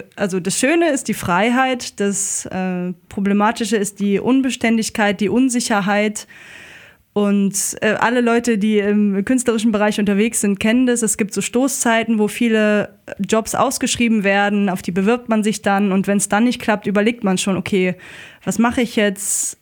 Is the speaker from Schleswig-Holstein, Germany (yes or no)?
no; Bad Belzig, Brandenburg, Germany; moved away as an adult; also born or lived in Detmold, North Rhine-Westphalia; Geboren bin ich in Detmold, also in NRW, aufgewachsen in Land Brandenburg, in einer kleinen Stadt namens Bad Belzig.